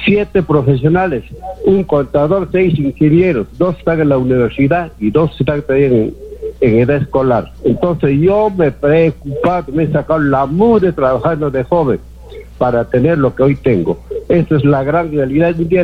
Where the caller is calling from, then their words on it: Arequipa, Peru; vivo en Zamácola.